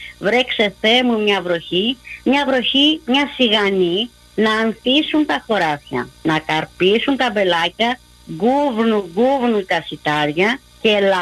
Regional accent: Central Greece, Greece; Κατήχηση στο χωριό μου.

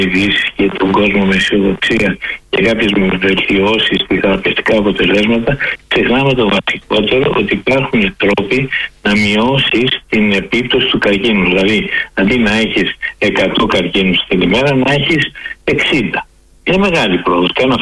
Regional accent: Greece; και εμείς σαν πολιτισμός, σαν Έλληνες

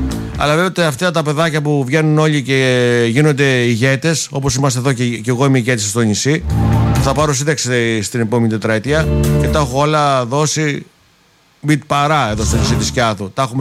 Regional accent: Greece; Είμαστε Έλληνες, αργαμότο, είμαστε Έλληνες.

